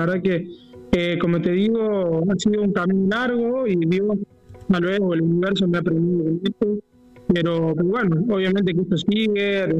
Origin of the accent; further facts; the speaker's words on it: Córdoba, Argentina; soy el primer cordobés en la historia que va a correr. Y bueno, voy a representar a Argentina